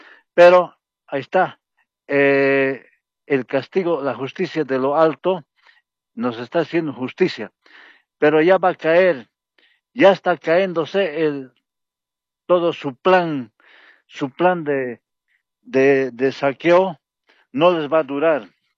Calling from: Villa Rivero, Cochabamba, Bolivia; de aquí, de Villa Rivero.

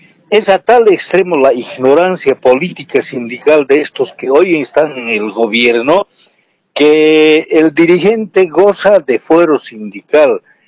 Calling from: Cochabamba, Bolivia; de la zona sur de Cochabamba.

